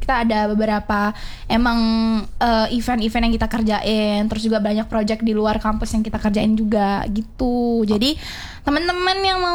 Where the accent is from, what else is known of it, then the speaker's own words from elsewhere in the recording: Mataram, West Nusa Tenggara, Indonesia; Ada yang dari Praya, ada kita dari Mataram.